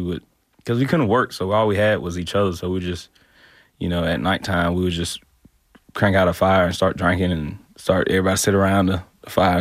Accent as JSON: {"language": "English", "region": "Alabama", "country": "United States", "tie": "born or raised there", "said": "A town called Ellic City in Alabama."}